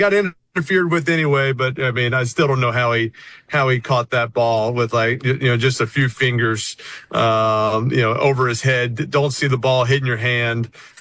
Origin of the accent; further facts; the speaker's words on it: New Orleans, Louisiana, United States; I grew up in New Orleans. I knew what a parade was. I've kind of seen Mardi Gras and thought that was crazy.